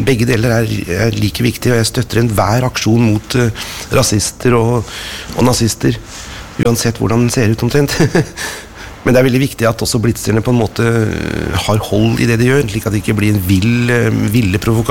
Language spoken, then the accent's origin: Norwegian; Innlandet, Norway; jeg født og oppvokst oppe I Nordøsterdalen da. Oppe på en liten bondegård, sånn, I en fjellbygd.